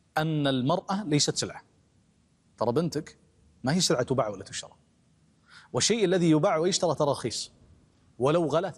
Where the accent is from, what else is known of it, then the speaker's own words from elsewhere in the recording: Kuwait; وعندنا بالكويت